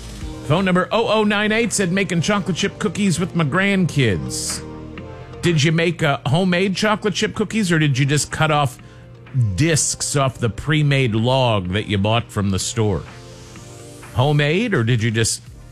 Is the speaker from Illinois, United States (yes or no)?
yes; Orland Park, Illinois, United States; now in Bloomington-Normal, United States; where I grew up in Orland Park